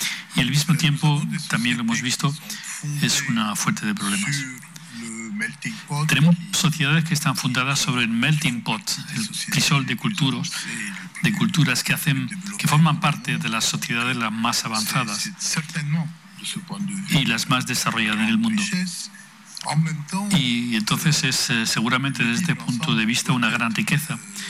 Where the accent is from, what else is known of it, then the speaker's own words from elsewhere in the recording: Lebanon; moved away; Yo, que crecí en el Líbano, sé algo de eso un poco.